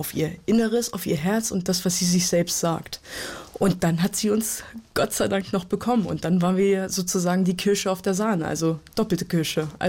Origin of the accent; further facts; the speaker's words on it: Hanover, Lower Saxony, Germany; ich bin total dankbar, dass ich da aufgewachsen bin, ehrlich gesagt, dass ich immer sagen kann, ich komme aus Hannover-Linden.